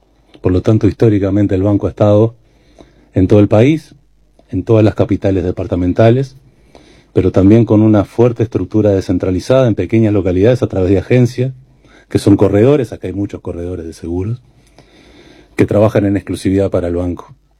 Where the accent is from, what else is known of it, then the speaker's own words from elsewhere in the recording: Uruguay; empezamos a dar los primeros pasos como uruguayos